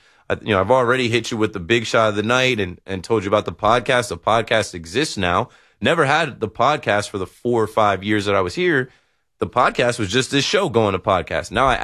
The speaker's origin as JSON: {"language": "English", "region": "New Jersey", "country": "United States", "said": "I'm not from New York. I'm from New Jersey."}